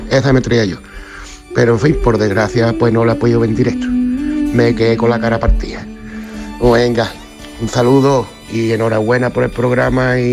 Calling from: Málaga, Andalusia, Spain; de Málaga, que no llamo, pero escucho todas las tardes, ¿eh?

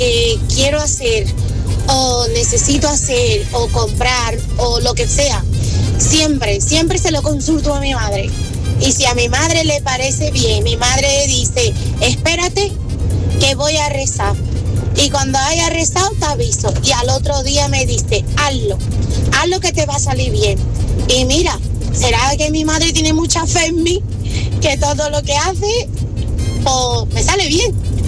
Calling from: Seville, Andalusia, Spain; de Sevilla.

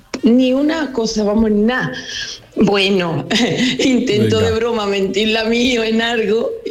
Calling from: Dos Hermanas, Andalusia, Spain; Buenos días, Rafa y compañía. … de Dos Hermanas.

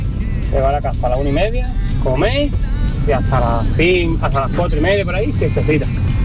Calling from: Málaga, Andalusia, Spain; Buenos días, Yuyu y compañía. … de Málaga.

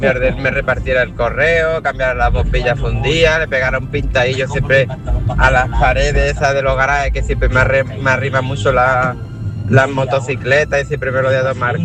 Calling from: Guaro, Andalusia, Spain; desde Guaro.

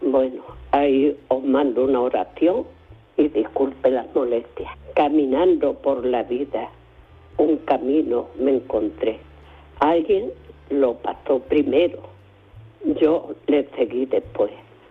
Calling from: Algeciras, Andalusia, Spain; de Algeciras.

